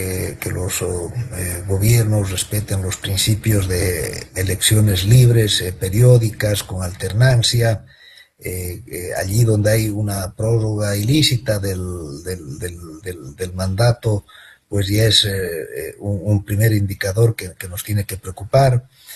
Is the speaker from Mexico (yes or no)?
no; Bolivia; a mi país, Bolivia. Yo vengo de Bolivia